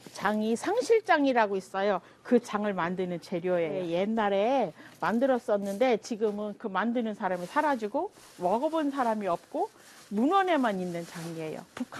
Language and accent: Korean; Gongju, South Chungcheong, South Korea; now in Hongseong, South Korea; 제가 원래 공주인데 공주에는 제 고향 같지가 않아요. 근데 여기서 한 40년 살으니까 여기가 내 고향.